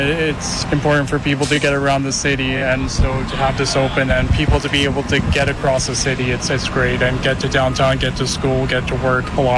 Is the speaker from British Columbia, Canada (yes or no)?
no; Toronto, Ontario, Canada; now in Toronto, Canada; I grew up in Scarborough